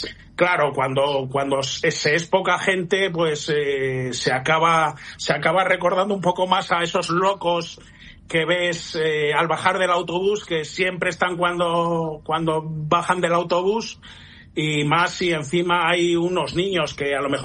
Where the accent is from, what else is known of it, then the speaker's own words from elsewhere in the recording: Briviesca, Castile and León, Spain; porque no somos de Burgos, somos de un pueblo al norte de Burgos que se llama Briviesca